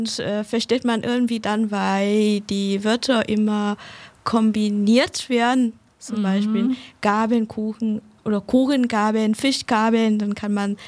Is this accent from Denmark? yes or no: no; Hanoi, Vietnam; German is a second language; now in Germany; Ich habe angefangen in meiner Heimatstadt.